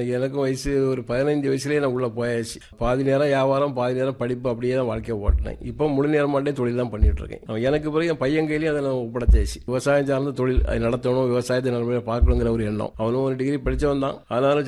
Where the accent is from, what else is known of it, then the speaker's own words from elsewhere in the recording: Erachakulam, Tamil Nadu, India; என்னுடைய சொந்த ஊர் இறச்சகுளம். … கிட்டத்தட்ட ஒரு 40 வருஷம் மாட்டு விவசாயம் பண்ணிட்டு இருக்கேன். எங்க தாத்தா எங்க அப்பா எல்லாருமே பூர்வீகம் மாட்டு நாங்க விவசாயமும் வியாபாரமும்